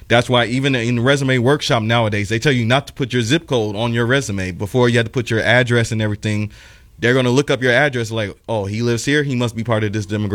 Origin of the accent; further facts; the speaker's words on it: Chicago, Illinois, United States; Look, I'm from the South Side of Chicago.